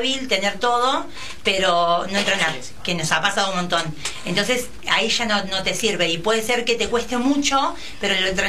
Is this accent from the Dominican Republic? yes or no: no; Argentina